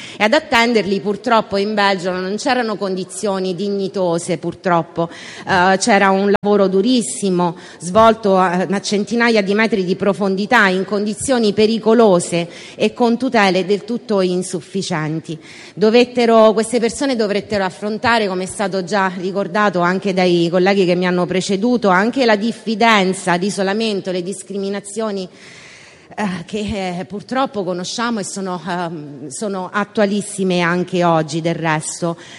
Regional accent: Abruzzo, Italy; abruzzesi, la mia terra di origine

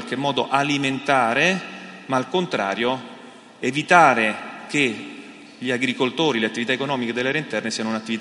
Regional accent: Rome, Lazio, Italy; Io stesso vengo da Roma e faccio l'imprenditore a Roma.

